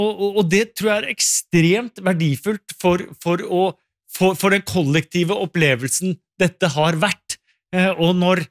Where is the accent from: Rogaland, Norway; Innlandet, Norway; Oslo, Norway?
Oslo, Norway; så har man jo sett der hvor fantastisk det har vært hjemme i Oslo og snakket med familie og venner hjemme